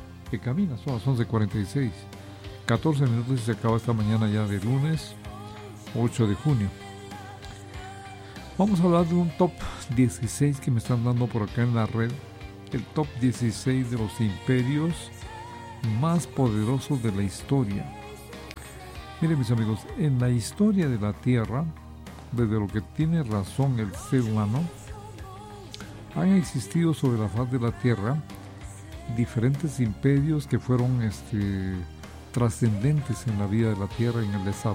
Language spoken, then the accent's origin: Spanish; San Marcos, Guatemala; nosotros, los tejutlecos, los de Comitancillo, los de San Lorenzo, los de San Marcos, los de Guatemala, nosotros tenemos la mancha mongólica.